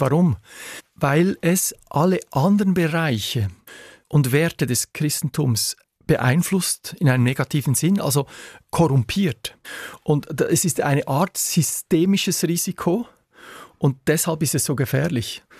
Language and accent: German; Switzerland; Ich bin ein Patriot, ich bin gerne Schweizer, ich bin stolzer Schweizer